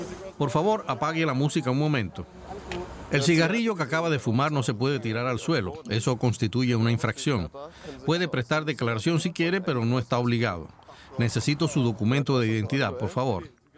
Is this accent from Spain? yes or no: no; Netherlands; Spanish is a second language; Soy de Holanda, nací allí y nunca vi esto.